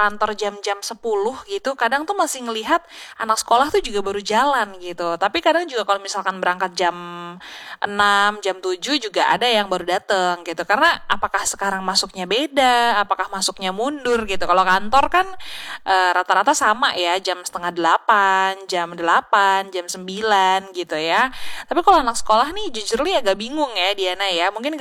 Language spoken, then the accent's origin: Indonesian; Ternate, North Maluku, Indonesia; jujur li bangga deh sebagai warga Ternate